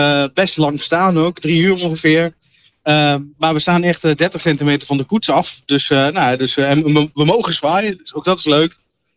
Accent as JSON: {"language": "Dutch", "region": "Drenthe", "country": "Netherlands", "said": "En dat je dan ook nog als relatief kleine vereniging in Drenthe met z'n allen die kant op mag, echt fantastisch."}